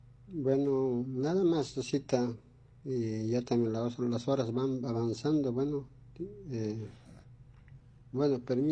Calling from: La Paz, Bolivia; Yo soy uno de la paz, soy

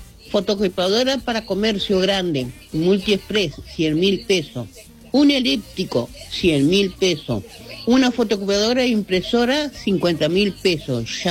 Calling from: Viedma, Río Negro, Argentina; de Viedma.

